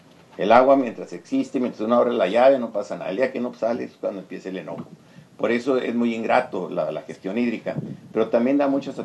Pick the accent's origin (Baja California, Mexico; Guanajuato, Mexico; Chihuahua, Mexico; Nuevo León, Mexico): Chihuahua, Mexico; Delicias; yo fui municipal de Delicias, soy presidente municipal de Delicias. Es la tierra que lo vio nacer a uno, que lo vio crecer